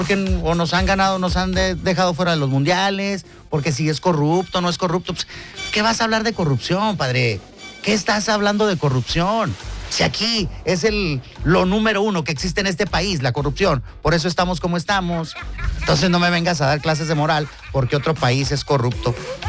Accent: Mexico; los mexicanos en su mayoría no somos así

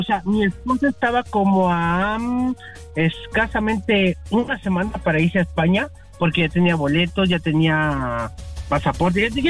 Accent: Tlaxcala, Mexico; Yo soy de Tlaxcala. Bien pinche, olmeca, morenito.

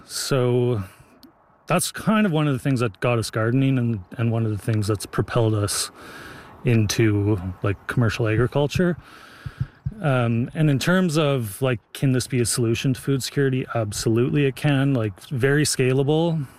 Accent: Saskatchewan, Canada; moved away; So both Anya and I are from away. I'm from Saskatchewan, Anya's from Slovenia. We moved here in 2012.

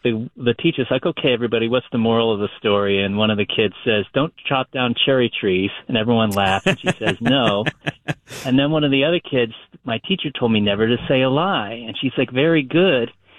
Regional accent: New Jersey, United States; moved away; I grew up in New Jersey

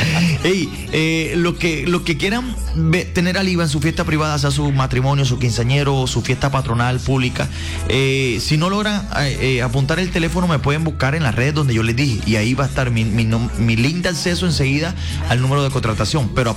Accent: Sincelejo, Sucre, Colombia; Nací en el Divino Niño y mi papá vivía en Los Laureles y iba y venía. O sea, prácticamente yo nací. Me crié entre el norte y el sur de la ciudad de Sincelejo. Entonces yo represento quizás esa raza guerrera, esa raza luchadora de la parte popular de Sincelejo

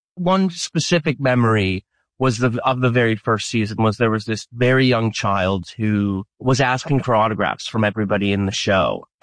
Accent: Scranton, Pennsylvania, United States; I was thinking this would be really fun to do in my hometown of Scranton, Pennsylvania.

